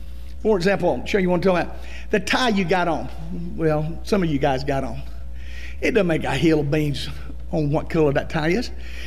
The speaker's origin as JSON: {"language": "English", "country": "United States", "said": "That's part of being American, I think."}